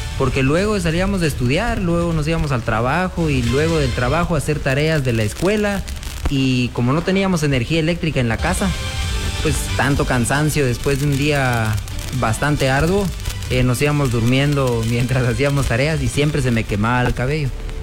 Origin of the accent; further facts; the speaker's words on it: San Cristóbal Verapaz, Alta Verapaz, Guatemala; born there; Yo nací en San Cristóbal, Alta Verapaz, aldea Chiyuc, el 16 de septiembre